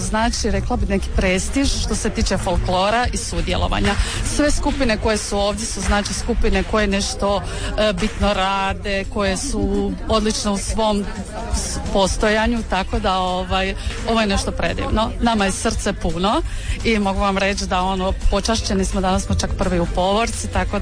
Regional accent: Gorjani, Osijek-Baranja County, Croatia; dolazim iz Gorjana, skuda Gorjanac.

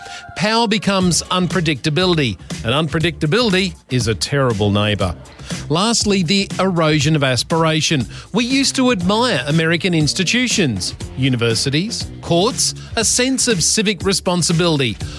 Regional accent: Australia; As an Australian

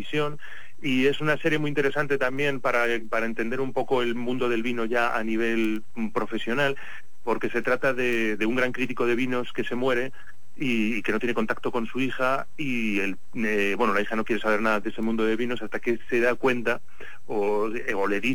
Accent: Spain; los españoles somos más de admirar lo de fuera y menos lo de dentro

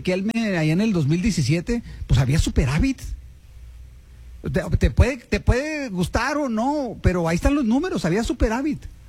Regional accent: Monclova, Coahuila, Mexico; no soy de Torreón, no tengo la fortuna de ser de allá, tengo la fortuna de ser de Monclova

